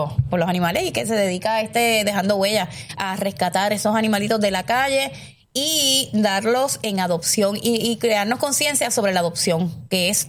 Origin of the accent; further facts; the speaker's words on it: Puerto Rico; Porque, bueno, somos puertorriqueños, así que ranchote.